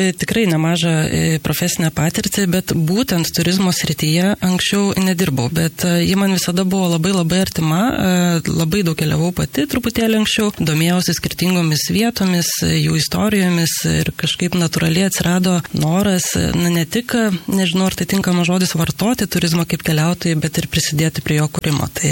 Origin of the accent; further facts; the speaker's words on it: Jonava, Kaunas County, Lithuania; also born or lived in Vilnius; now in Anyksciai, Lithuania; Tai aš pati šiaip gimiau ir augau Jonavoje. Baigusi mokyklą buvau išsikėlusi gyventi į Vilnių, kur praleido tikrai nemažai metų.